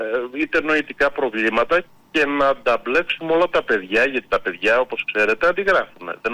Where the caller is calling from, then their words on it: Greece; είμαστε Έλληνες φορολογούμενοι